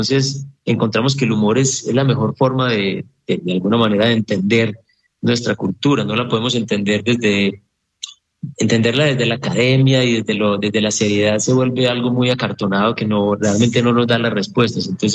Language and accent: Spanish; Colombia; La cumbia nos identifica como colombianos, pero nos identifica realmente también como latinoamericanos. Pero el vallenato es propiamente lo más colombiano que tenemos.